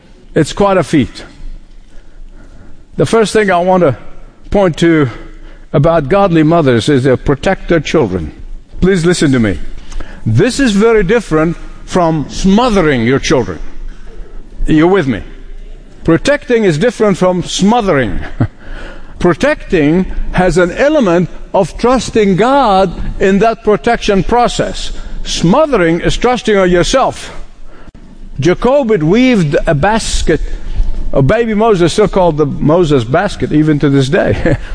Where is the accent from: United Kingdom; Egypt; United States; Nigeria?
Egypt; born or raised there